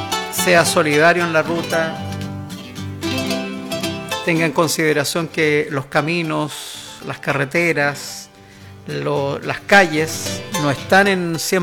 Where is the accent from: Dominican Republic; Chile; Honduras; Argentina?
Chile